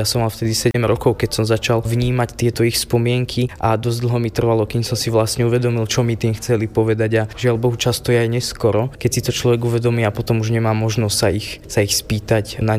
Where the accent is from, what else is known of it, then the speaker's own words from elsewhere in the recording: Partizánske, Trenčín Region, Slovakia; moved away; Ja som pôvodne z Partizánskeho